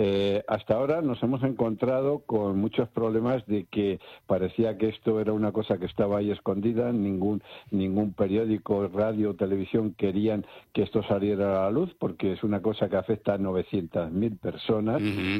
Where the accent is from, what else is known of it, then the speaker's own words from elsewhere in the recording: Spain; porque todos somos españoles.